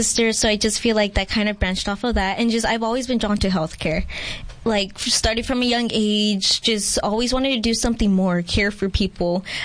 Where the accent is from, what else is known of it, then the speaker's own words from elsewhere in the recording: Somerton, Arizona, United States; also born or lived in Georgia; So I am from Somerton, born in Georgia.